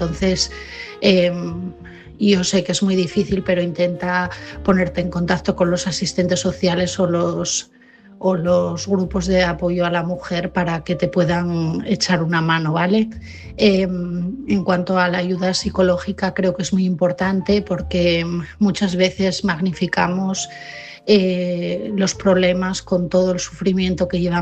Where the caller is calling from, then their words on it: Asturias, Spain; de Asturias y mi mensaje esta noche es para Angie.